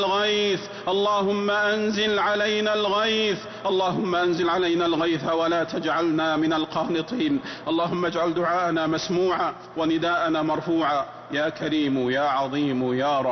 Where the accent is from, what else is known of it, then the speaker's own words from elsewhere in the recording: Saudi Arabia; واحفظ بلادنا، واحفظ بلادنا المملكة العربية السعودية وسائر بلاد المسلمين